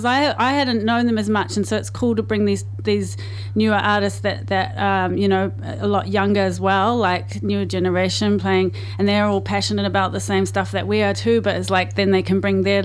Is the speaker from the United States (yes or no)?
no; New Zealand; My mum's English Jamaican, my dad's Canadian, but I grew up as a Kiwi